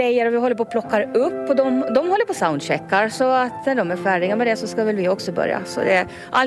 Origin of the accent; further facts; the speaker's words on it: Åland Islands; Så, men det är alltid trevligt att vara hemma på Åland.